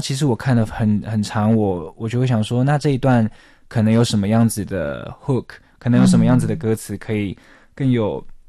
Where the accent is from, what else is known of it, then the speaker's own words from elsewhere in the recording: China; also born or lived in Taiwan; 我小时候其实在中国长大，我台语不是非常非常的好